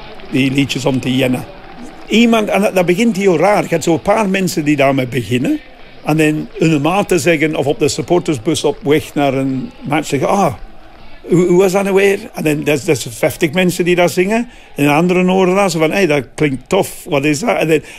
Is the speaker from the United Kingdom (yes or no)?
yes; England, United Kingdom; Dutch is a second language; Bijvoorbeeld, Engelsen zeggen, ik ben Engelsen, maar mijn familie komen uit Wales.